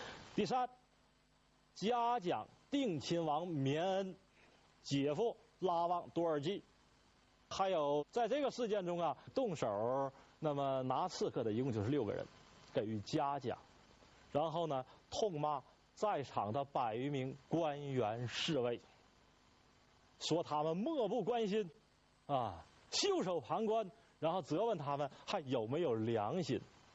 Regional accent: China

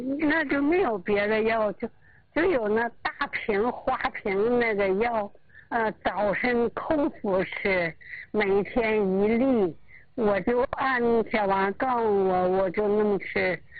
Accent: Liaoning, China; now in Changchun, China; 我老家是辽宁的。

